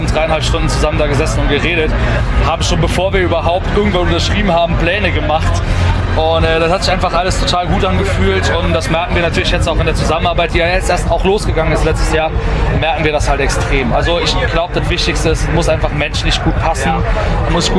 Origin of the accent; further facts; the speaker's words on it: Saarland, Germany; Also wir sind ja aus dem Saarland und im Saarland gibt es, glaube ich, eine Stadt, die jeder kennt, ist Saarbrücken.